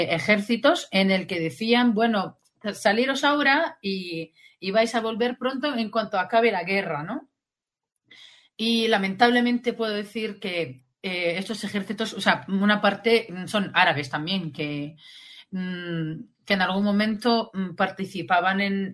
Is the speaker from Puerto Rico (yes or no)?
no; Beit Sahour, West Bank, Palestine; moved away as an adult; now in Spain; Así que yo he vivido toda mi infancia y mi juventud en Palestina, Luego salí para estudios, o sea, estoy en España terminando ahora el doctorado.